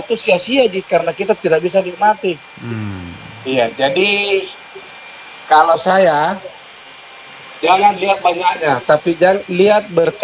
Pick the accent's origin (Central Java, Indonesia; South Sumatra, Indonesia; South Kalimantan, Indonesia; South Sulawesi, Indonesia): South Sulawesi, Indonesia; Makassar; Jadi saya kan termasuk lahir di Makassar, orang Makassar. Itu tentu banyak teman ya. Jadi saya bukan pendatang.